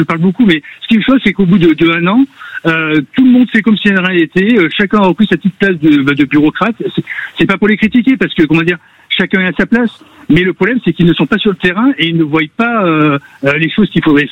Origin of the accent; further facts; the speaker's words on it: Auvergne-Rhône-Alpes, France; Enfin, je suis de la Drôme initialement, donc je suis de côté de Die, donc je connais aussi la Drôme.